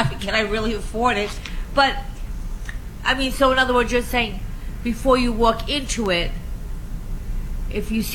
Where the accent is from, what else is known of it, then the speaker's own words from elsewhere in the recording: Long Island, New York, United States; I grew up on Long Island